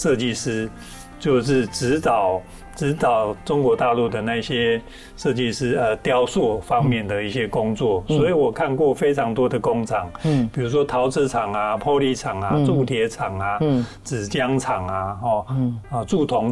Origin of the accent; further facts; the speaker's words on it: New Taipei City, Taiwan; 我小时候住新北市的板桥甘阿嘴。哦，哎，我在那边生的。